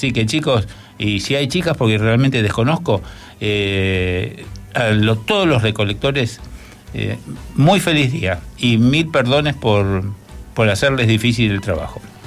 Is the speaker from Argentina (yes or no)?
yes; Argentina